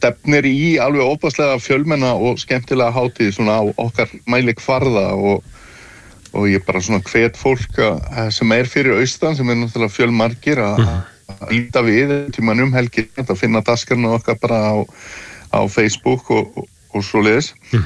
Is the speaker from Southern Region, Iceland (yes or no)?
no; Fáskrúðsfjörður, Eastern Region, Iceland; hefur maður að alast upp og mikið á Fáskursfjörði að vera að tala þessa frönsku sjómenn sko